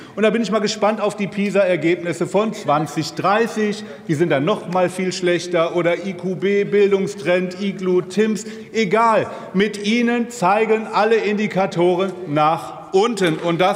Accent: North Rhine-Westphalia, Germany; In meinem Heimatland, Bundesland, NRW

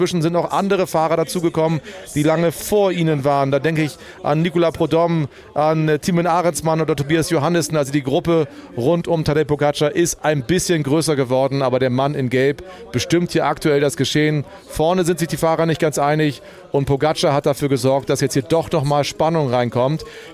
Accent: Northern Germany, Germany; Ich komme aus dem Norden und ich kenne sowas eigentlich nur aus dem Watt

